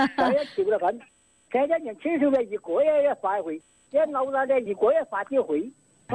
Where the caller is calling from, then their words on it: Zhejiang, China; 我是浙江的本州的。